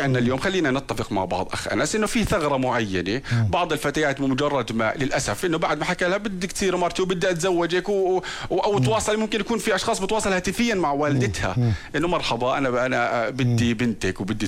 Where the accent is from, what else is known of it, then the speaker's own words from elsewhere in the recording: Jordan; عندنا بالأردن